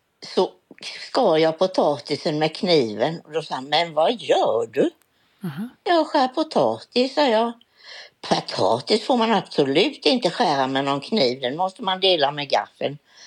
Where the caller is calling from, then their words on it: Eksjö, Jönköping County, Sweden; Och då flyttade jag hem till Eksjö igen.